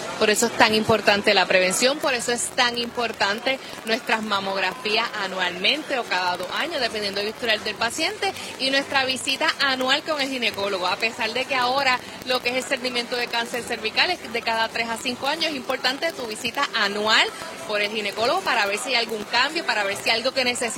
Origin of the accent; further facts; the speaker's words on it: Aguadilla, Puerto Rico; Yo soy de Aguadilla. Bueno, yo vivo en Camaselles